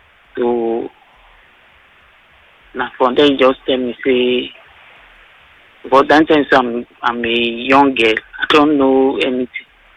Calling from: Lagos, Nigeria

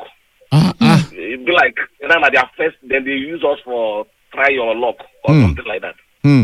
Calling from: Lagos, Nigeria; I'm calling from Alagbado.

